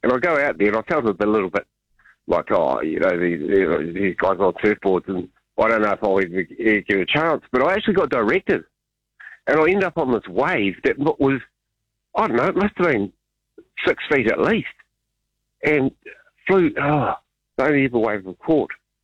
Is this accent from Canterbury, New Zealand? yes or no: yes; Christchurch, Canterbury, New Zealand; moved away; I was born and bred in Christchurch, but I'm not there much.